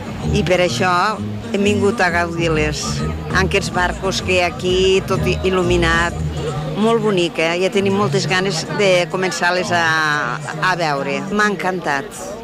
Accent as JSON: {"language": "Catalan", "town": "Lleida", "region": "Catalonia", "country": "Spain", "said": "Venim des de Lleida i hem vingut a passar una setmaneta aquí a Calafell"}